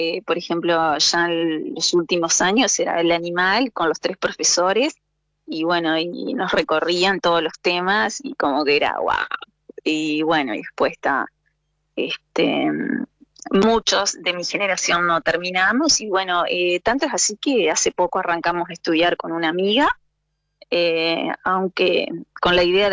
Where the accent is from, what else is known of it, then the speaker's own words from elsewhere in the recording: Argentina; Muy de mirar televisión argentina, radio argentina, soy muy argentina, me encanta